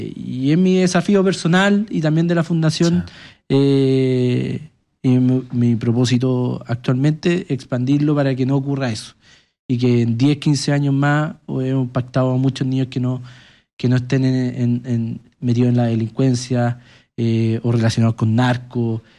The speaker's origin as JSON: {"language": "Spanish", "town": "Colbún", "region": "Maule", "country": "Chile"}